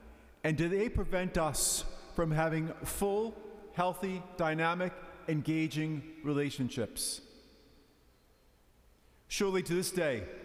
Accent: Ireland; me being Irish

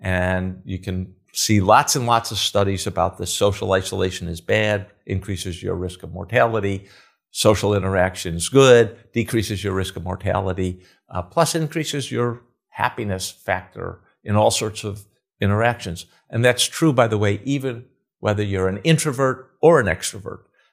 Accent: Chicago, Illinois, United States; I said that I was from Chicago. We actually grew up in the city round about the same time. He was on the south side. I was on the north side.

